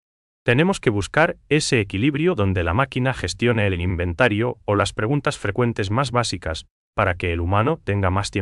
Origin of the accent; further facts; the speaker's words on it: Paraguay; nosotros, como paraguayos